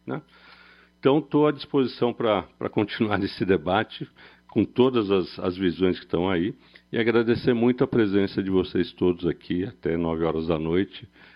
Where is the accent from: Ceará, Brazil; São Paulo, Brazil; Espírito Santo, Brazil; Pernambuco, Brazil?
São Paulo, Brazil; Eu sou de uma, como eu disse, sou do Campo Limpo, Capão Redondo